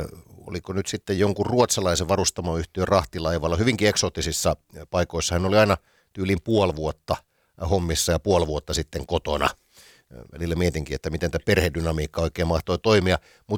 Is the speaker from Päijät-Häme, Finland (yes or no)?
yes; Hollola, Päijät-Häme, Finland; born there; Mä asuin pikkupoikana tuolla Lahden seudulla Hollolassa